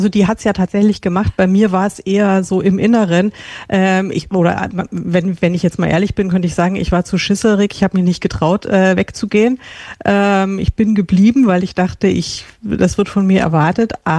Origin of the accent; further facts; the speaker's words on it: Munich, Bavaria, Germany; now in Frankfurt, Germany; Ich komme ursprünglich aus München, lebe aber jetzt seit über 20 Jahren in Frankfurt.